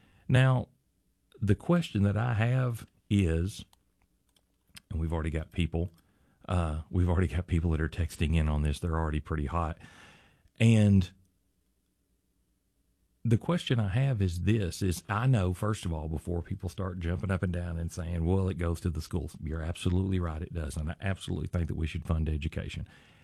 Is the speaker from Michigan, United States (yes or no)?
no; Arkansas, United States; We're both from Saline County. We've lived here our whole life.